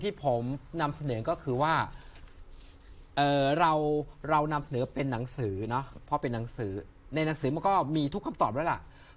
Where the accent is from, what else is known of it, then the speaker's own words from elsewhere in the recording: Bueng Kan, Thailand; รากเหง้าของเราก็คือผมเป็นคนบึงกาฬเนาะผมก็นุ่งสโรงไป